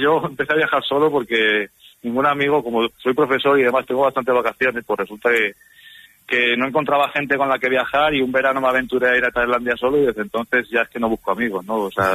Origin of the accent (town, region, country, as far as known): Zamora, Castile and León, Spain; now in Barcelona, Spain